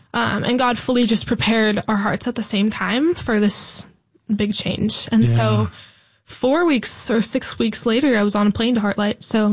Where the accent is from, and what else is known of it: Bend, Oregon, United States; born or raised there